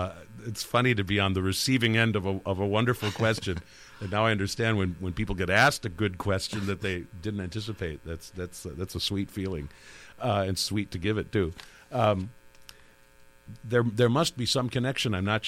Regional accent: Decorah, Iowa, United States; also born or lived in Atlantic, Iowa / Lincoln, Nebraska; We actually moved from Decorah right before I started high school. We moved to a place in southeast Iowa, between Des Moines and Omaha, a little town called Atlantic of about 10,000.

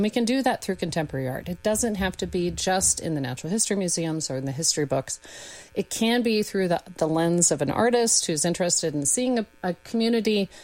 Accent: Missoula, Montana, United States; moved away as an adult; also born or lived in Beloit, Wisconsin; I grew up in Missoula, Montana, and I moved to Beloit, Wisconsin kind of on a whim to go to school.

